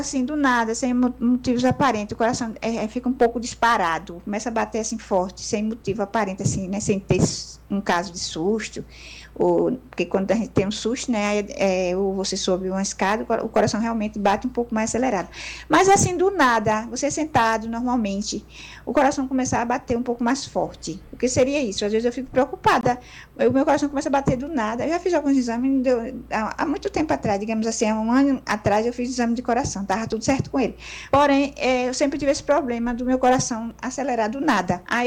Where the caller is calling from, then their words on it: Recife, Pernambuco, Brazil; sou de Casa Amarela. Tenho 60 anos